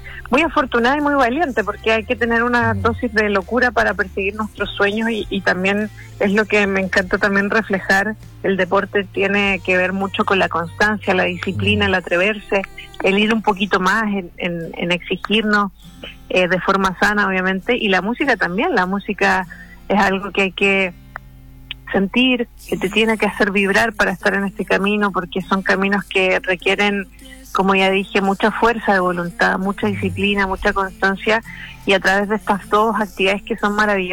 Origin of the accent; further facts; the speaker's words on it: Santiago, Santiago Metropolitan Region, Chile; Soy de Santiago. Bueno. Toda mi vida he vivido por acá.